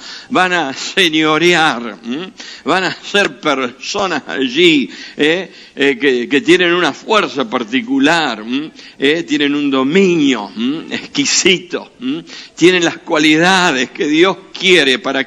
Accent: Argentina; Estoy hablando de nuestra forma de pensar como argentinos

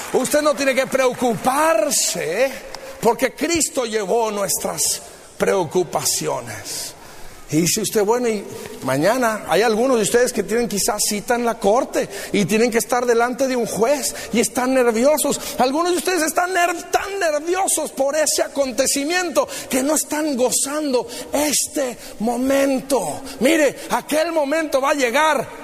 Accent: Mexico; Mi esposa y yo tenemos 4 hijos como buenos mexicanos.

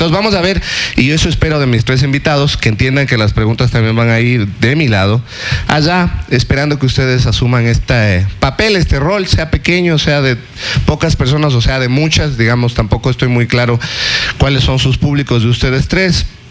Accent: Quito, Pichincha, Ecuador; now in Ambato, Ecuador; Yo soy quiteño

